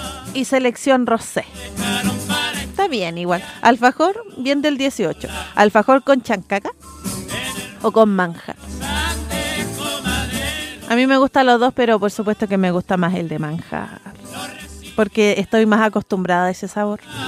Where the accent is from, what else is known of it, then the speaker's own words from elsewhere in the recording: Chile; Celebrando el 18 como buena chilena